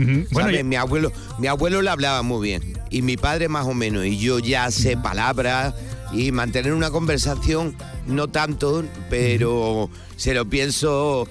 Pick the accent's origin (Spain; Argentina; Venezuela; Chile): Spain; Granada, Andalusia; moved away; also born or lived in Madrid; ¿Cómo te trata mi tierra?